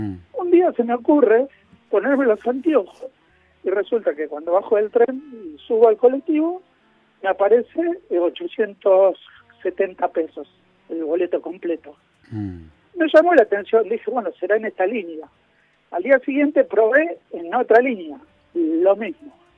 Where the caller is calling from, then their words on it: Buenos Aires, Argentina; Yo vivo en el barrio de Barraca.